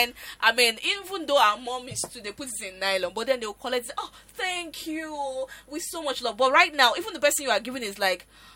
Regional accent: Nigeria; moved away; I'm speaking as a Nigerian right now, as an African

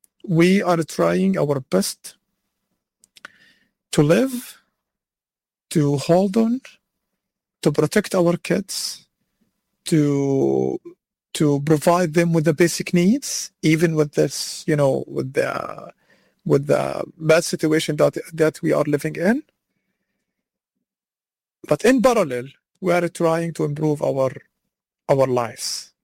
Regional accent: Gaza Strip, Palestine

